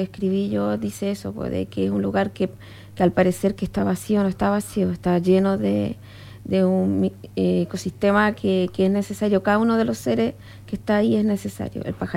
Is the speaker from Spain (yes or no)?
no; Valparaíso, Chile; yo soy de Valparaíso